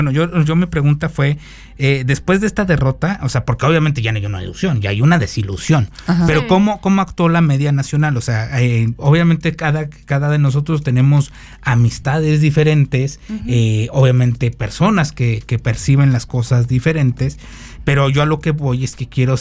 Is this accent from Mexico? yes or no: yes; Mexico; tenemos una necesidad como mexicano de buscar un responsable en todo.